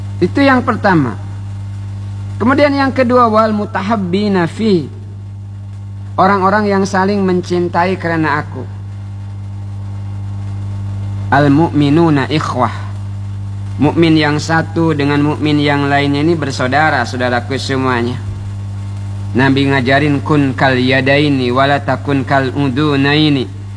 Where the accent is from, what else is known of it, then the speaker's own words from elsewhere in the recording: Bangka Belitung Islands, Indonesia; Kata kita orang Bangka